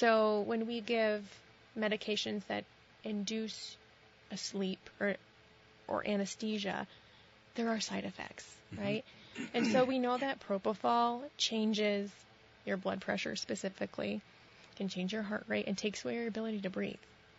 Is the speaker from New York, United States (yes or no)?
no; Sheldon, Vermont, United States; I grew up in Sheldon, Vermont.